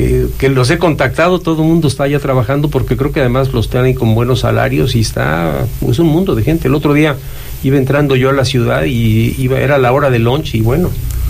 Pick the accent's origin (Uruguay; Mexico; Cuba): Mexico; San José Purúa, Michoacán; yo la mayor parte de mi infancia la hice en San José Purúa.